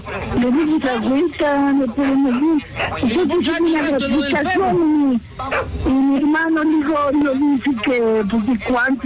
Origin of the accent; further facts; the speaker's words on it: Puebla, Mexico; somos de allá de mi casa, del estado de Puebla.